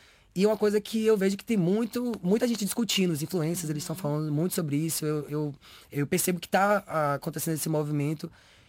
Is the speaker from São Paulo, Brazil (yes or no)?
no; Salvador, Bahia, Brazil; accent: Northeastern Brazilian; eu carrego a minha cidade comigo para onde eu vou. E eu amo quando eu estou em algum lugar e as pessoas falam assim, ah, você é do Nordeste, né? Porque eu sinto que a minha raiz ela está comigo, seja no sotaque, seja na expressão